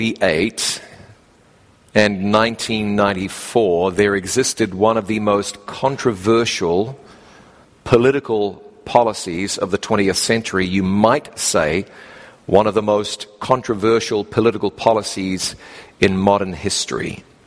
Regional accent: Waikato, New Zealand; Growing up in New Zealand, our ties with South Africa were very strong owing to rugby.

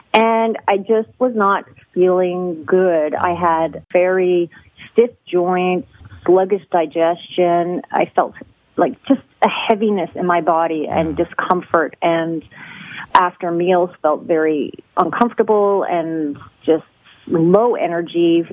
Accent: Newfoundland and Labrador, Canada; I also grew up in a very small town in Canada. I grew up in Newfoundland, and there just was not much available there.

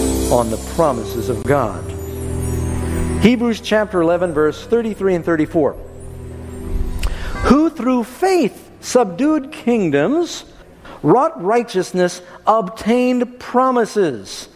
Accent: New York City, New York, United States; I remember I grew up in New York City, and first time I read chaff in the Bible, I had no idea what that was.

